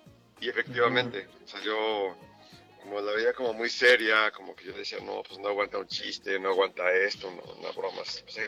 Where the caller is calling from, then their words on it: Mexico City, Mexico; Aquí de la Ciudad de México.